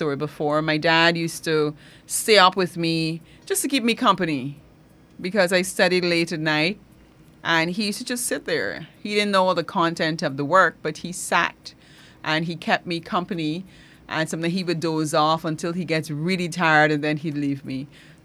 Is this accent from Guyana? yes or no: yes; Matthews Ridge, Barima-Waini, Guyana; I grew up in Matthews Ridge, which is region number one.